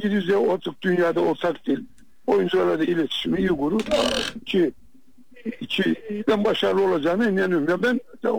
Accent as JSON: {"language": "Turkish", "region": "Trabzon", "country": "Turkey", "said": "Bir Trabzonlu olarak"}